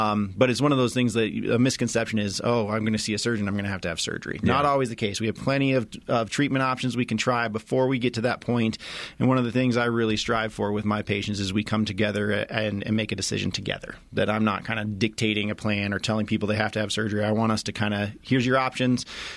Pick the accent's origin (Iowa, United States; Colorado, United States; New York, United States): Colorado, United States; Boulder; also born or lived in Chicago / Massachusetts; I am a Colorado native, grew up in Boulder. I went to college in Denver at Regis University, played baseball there, and then did my college and med school here in Colorado.